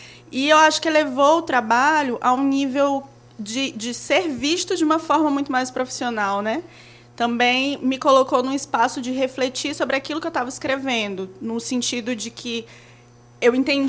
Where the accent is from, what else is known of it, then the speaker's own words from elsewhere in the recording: Maranhão, Brazil; eu só escrevo como eu escrevo porque eu sou do Maranhão.